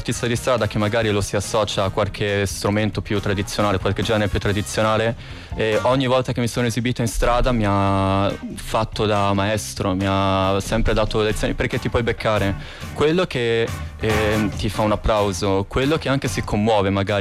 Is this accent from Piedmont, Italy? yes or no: no; Riva del Garda, Trentino-Alto Adige, Italy; also born or lived in Rovereto; io sono nato a Rovereto, ho vissuto sempre a Riva del Garda.